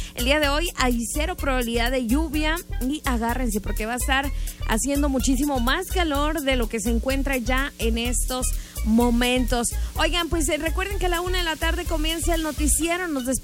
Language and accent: Spanish; Mexico